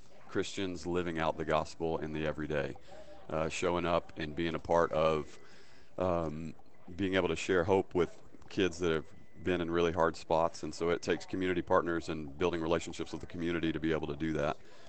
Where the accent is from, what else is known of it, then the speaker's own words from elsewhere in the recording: Conway, Arkansas, United States; I grew up right here in Conway, and I grew up in a really broken and hard home